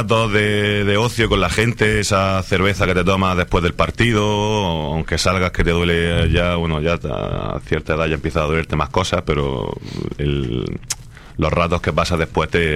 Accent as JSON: {"language": "Spanish", "town": "Níjar", "region": "Andalusia", "country": "Spain", "moved": "yes", "lives_now": "Almería, Spain", "said": "yo soy de Campo Hermoso, barriada de Níjar."}